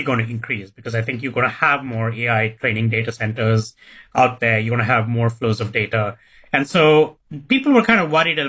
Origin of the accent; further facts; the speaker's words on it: India; So I'm from India, for example, and many, if not all, of the undersea data cables that land in India today land in Mumbai on the west coast or Chennai on the east coast.